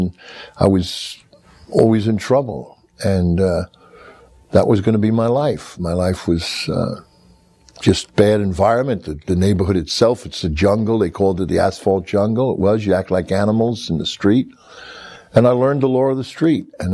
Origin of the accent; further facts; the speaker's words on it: Brooklyn, New York, United States; I come from Brooklyn, New York, a little section in Brooklyn, New York called Coney Island. That's where the amusement center is.